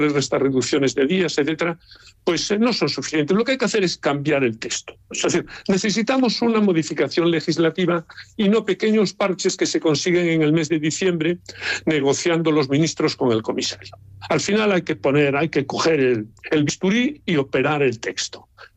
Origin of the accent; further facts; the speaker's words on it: Galicia, Spain; siendo yo gallego, la primera región pesquera no solo de España, sino de Europa, pues nosotros los gallegos tampoco podemos, lógicamente, pues despreciar el sector o renunciar a él.